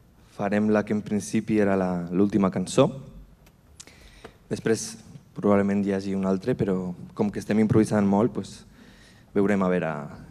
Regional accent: Zaragoza, Aragon, Spain; Jo sóc de Saragossa

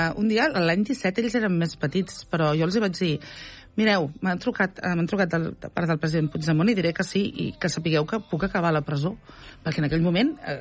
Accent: Catalonia, Spain; com a catalana

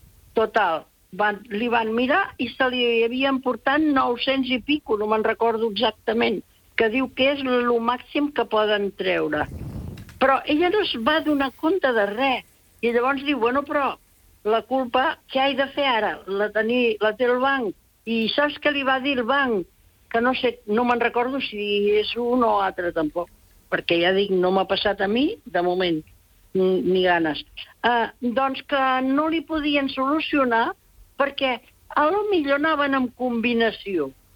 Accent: Barcelona, Catalonia, Spain; però sóc de Barcelona, no de Piera.

